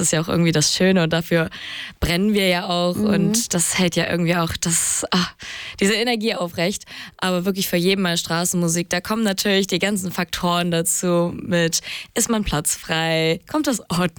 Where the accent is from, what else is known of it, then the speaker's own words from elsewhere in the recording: Hamburg, Germany; du hast es ja schon gerade gesagt, ich habe meine Gitarre dabei. Also ich mache Musik und ich komme aus Hamburg